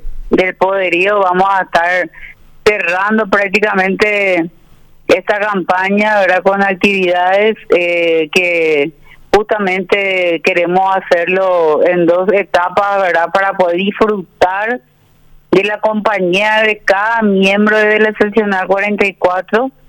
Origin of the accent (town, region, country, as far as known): Paraguay